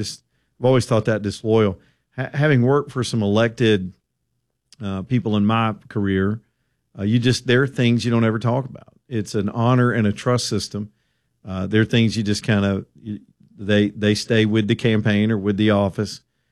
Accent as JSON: {"language": "English", "region": "Alabama", "country": "United States", "said": "The guy heard my accent, wanted to know, you know, hey, you're from Alabama, huh?"}